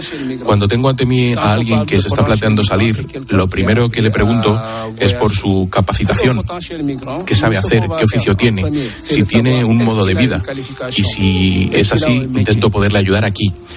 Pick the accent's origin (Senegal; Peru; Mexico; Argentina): Senegal; Mbour, Thiès; also born or lived in Morocco; Yo fui migrante en su momento. Salí de aquí, de Embur, y llegué a Marruecos, donde viví durante 12 años.